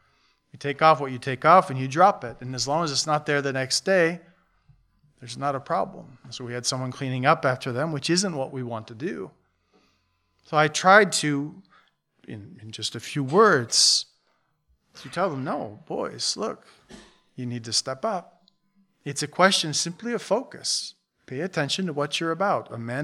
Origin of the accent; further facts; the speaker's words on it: Buffalo, New York, United States; We grew up in Buffalo, south of Buffalo